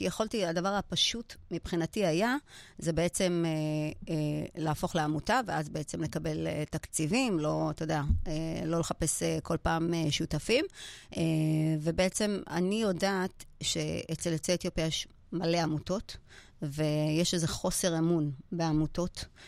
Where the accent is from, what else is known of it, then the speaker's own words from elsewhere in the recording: Sudan; born there; ואני נולדתי בסודן.